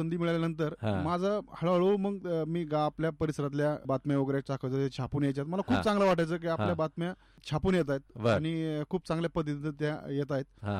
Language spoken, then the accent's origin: Marathi; Gonegaon, Maharashtra, India; also born or lived in Pachegaon / Shrirampur; माझं बालपण एक खेडेगावातलं नेवासा तालुक्यात गोनेगाव म्हणून आहेत.